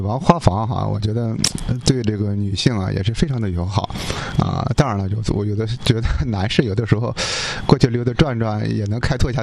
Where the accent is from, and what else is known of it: Northeast China, China